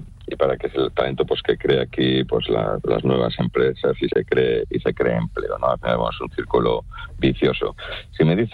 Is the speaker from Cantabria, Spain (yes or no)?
yes; Langre, Cantabria, Spain; yo soy de Langre, pues tú ahora desde un pueblo en remoto puedes hacer los cursos más avanzados que te propongas, ¿no?